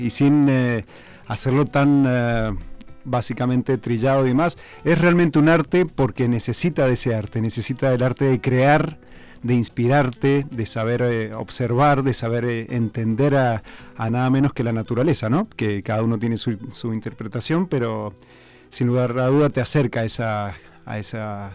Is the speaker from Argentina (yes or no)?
yes; Mendoza, Argentina; accent: Argentine; now in Spain; soy de la provincia de Mendoza. Como bien decías, es una provincia que queda muy, muy cerquita de la cordillera, de hecho al pie de la cordillera de los Andes. Es una zona, una región vitivinícola por excelencia, de hecho es una capital del vino en el mundo, y nací y me crié